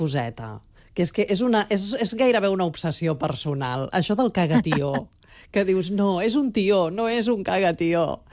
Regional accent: Catalonia, Spain; És que com som els catalans, eh?

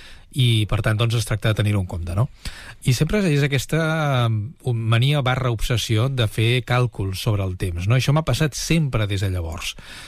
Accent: Catalonia, Spain; accent: Catalan; tant tu com jo, que som catalanoparlants, però que també parlem més o menys correctament el castellà, si parlem en castellà se'ns nota el nostre accent català

